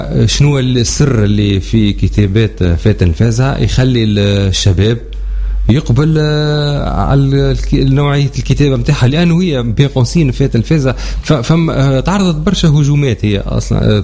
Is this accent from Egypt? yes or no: no; Tunisia; عندنا في تونس